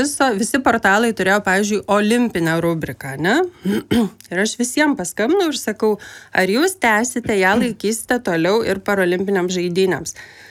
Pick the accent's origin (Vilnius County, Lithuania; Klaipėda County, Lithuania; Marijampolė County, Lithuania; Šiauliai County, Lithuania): Vilnius County, Lithuania; Vilnius; Tikrai aš užaugau Aklųjų rajone Vilniuje, aš labai myliu žmonės